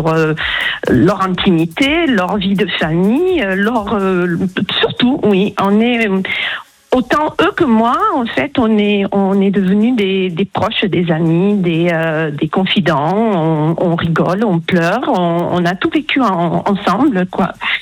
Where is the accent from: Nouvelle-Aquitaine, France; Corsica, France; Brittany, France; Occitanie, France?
Occitanie, France; Toulouse; Alors, je suis de Toulouse, au soleil.